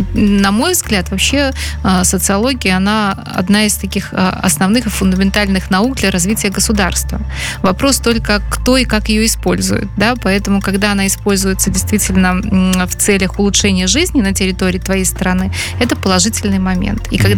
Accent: Belarus; наше ощущение белорусскости тем, что мы белорусы. Неважно даже какой мы национальности, мы живем на территории этой страны, мы ощущаем эту страну как свою родную

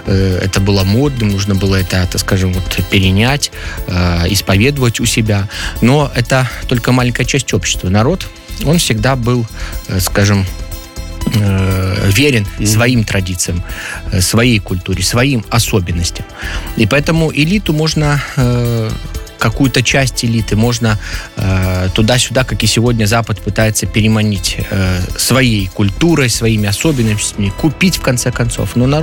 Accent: Belarus; мы сегодня белорусы, имеем свою собственную страну

